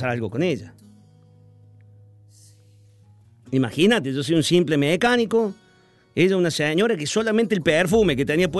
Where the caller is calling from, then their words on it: General Pico, La Pampa, Argentina; Hola chicos … de General Pico.